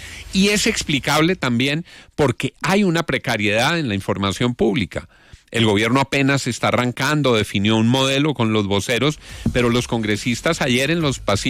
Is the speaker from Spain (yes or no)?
no; Colombia; Y lo digo como colombiano